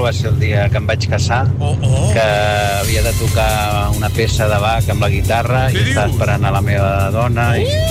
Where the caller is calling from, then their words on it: Corró, Catalonia, Spain; de Corró.